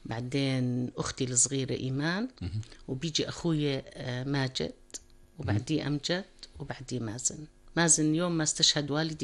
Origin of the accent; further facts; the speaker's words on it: Salt, Balqa Governorate, Jordan; نعم، أنا نشأت وترعرعت بمدينة السلط، درست بمدرسة يافا الابتدائية بالمرحلة الابتدائية، وفي مدرسة اليرموك الإعدادية للمرحلة الإعدادية، وأنهيت دراستي ثانوي مدرسة السلط الثانوي للبنات.